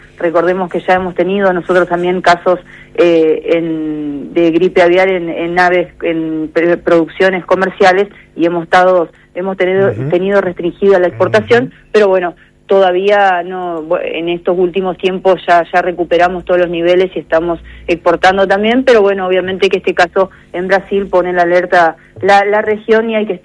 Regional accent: Argentina

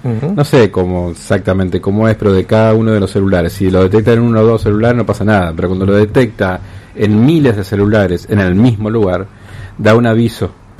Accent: Santa Fe, Argentina; Así como los santafesinos sabemos de que si bien la inundación es un evento natural

